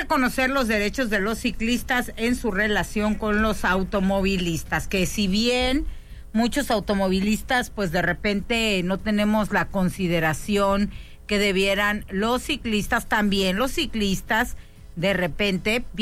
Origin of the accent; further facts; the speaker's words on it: Mexicali, Baja California, Mexico; soy de Mexicali, vivo muy a gusto aquí, no tengo pensado irme a vivir a Alaska ni a ningún otro lugar.